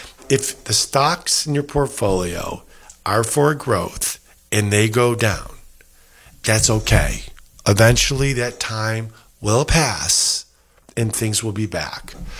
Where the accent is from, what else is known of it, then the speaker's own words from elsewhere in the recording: Rochester, United States; I'm here in the Rochester office, back to my hometown where I was born and bred